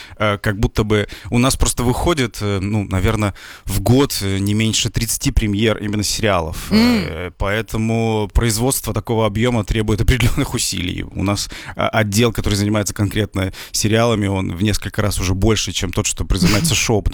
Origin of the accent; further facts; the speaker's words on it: Kudymkar, Perm Krai, Russia; moved away; я из Кудымкара. Вот, собственно, они наш как бы говор пародировали, когда выступали.